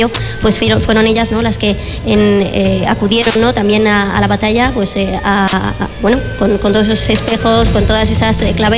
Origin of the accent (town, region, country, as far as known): Jaca, Aragon, Spain